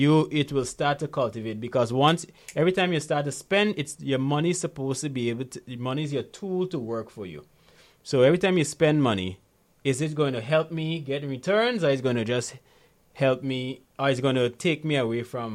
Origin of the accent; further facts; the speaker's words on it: Ghana; born there; I remember when I just moved back to Ghana in 2016, right? I was born in Ghana, by the way.